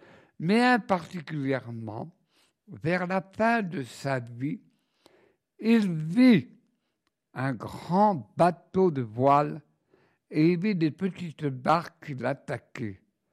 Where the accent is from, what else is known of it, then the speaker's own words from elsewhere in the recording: France; on est français